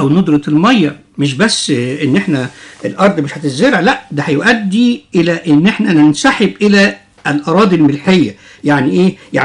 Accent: Egypt; احنا عندنا في مصر عندنا مشكلة طبعا زيادة سكانية رهيبة

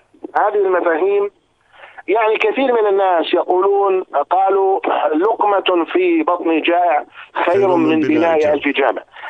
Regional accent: Jordan; عندنا في الأردن

